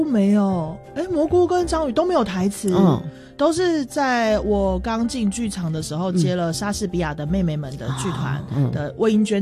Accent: Taitung, Taitung County, Taiwan; 其实我是台东人

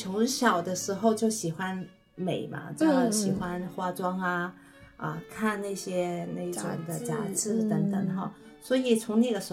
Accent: Hong Kong; 我们香港人

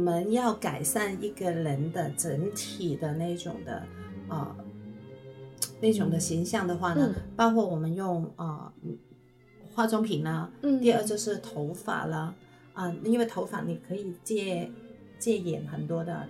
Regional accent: Hong Kong; 这是我们香港人的一个很非常的著名的一个

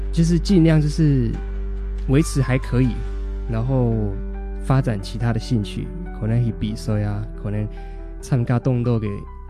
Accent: Miaoli County, Taiwan; accent: Miaoli Hailu Hakka; 我的海陆腔是苗栗海陆腔，所以他就没有新竹桃园比较教育部规定的那种舌叶音或者是一些用词。

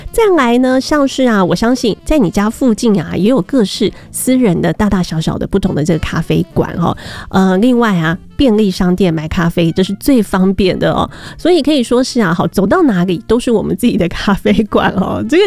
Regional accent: Taiwan; 以我们台湾人来说啊，其实呢已经变成了日常了。

